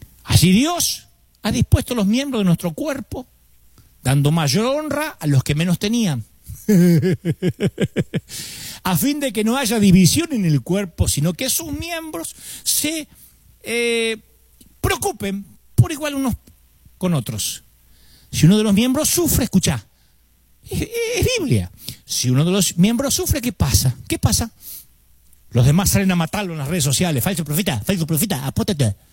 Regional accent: Billinghurst, Buenos Aires Province, Argentina; born there; Nací en Billinghurst.

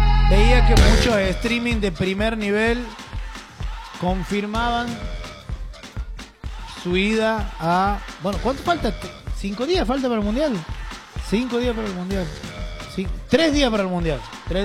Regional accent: Argentina; No, soy argentino, esa, meterle.

